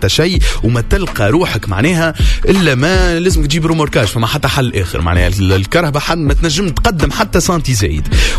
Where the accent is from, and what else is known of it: Tunisia